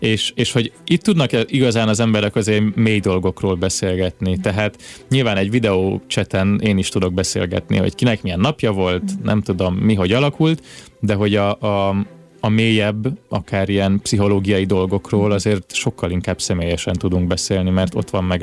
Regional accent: Nova, Zala, Hungary; Egy pici zalai faluban nőttem fel, Nován, ez egy 700 fős település

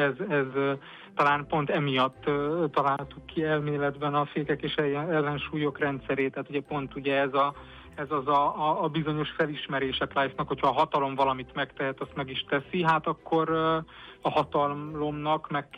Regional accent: Szentendre, Pest, Hungary; moved away; én Szentendrén nőttem fel

